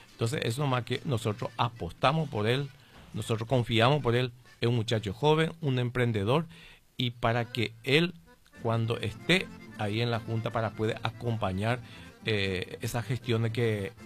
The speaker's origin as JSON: {"language": "Spanish", "country": "Paraguay", "said": "Eso es lo que necesitamos como paraguayos"}